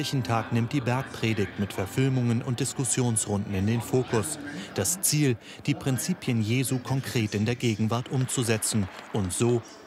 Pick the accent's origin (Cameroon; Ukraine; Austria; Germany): Ukraine; die große Freude, die ich hier miterleben darf, irgendwie in die Ukraine mitnehmen kann. Denn in meiner Heimat haben wir ehrlich gesagt leider schon vergessen, was Freude überhaupt ist.